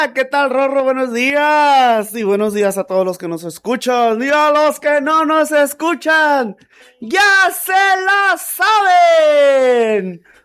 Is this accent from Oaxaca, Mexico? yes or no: yes; Ocotlán de Morelos, Oaxaca, Mexico; moved away; En mi pueblo natal de Oaxaca.